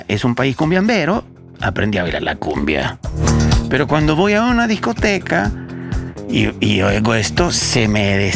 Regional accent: El Salvador; Yo crecí en El Salvador

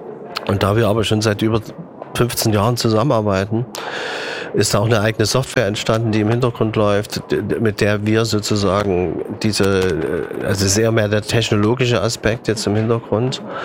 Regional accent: East Germany, Germany; ich bin an der DDR groß geworden.

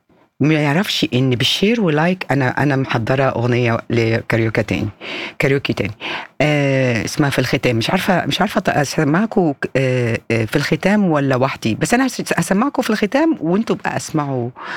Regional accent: Egypt

